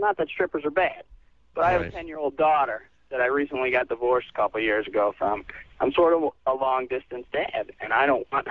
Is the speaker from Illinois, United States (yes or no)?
yes; Chicago, Illinois, United States; now in Arizona, United States; I went west. I moved to Arizona, but I'm from Chicago.